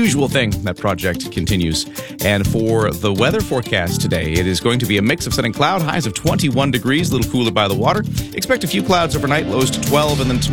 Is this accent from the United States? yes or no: no; Canada; I'm a Canadian.